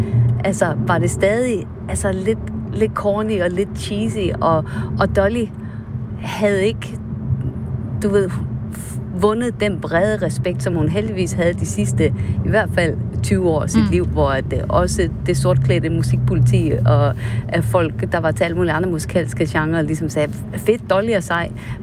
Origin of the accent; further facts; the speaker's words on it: North Denmark Region, Denmark; en flække i Vendsyssel, hvor jeg voksede op